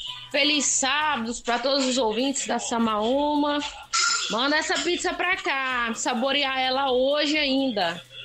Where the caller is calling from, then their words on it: Brazil; do bairro Floresta.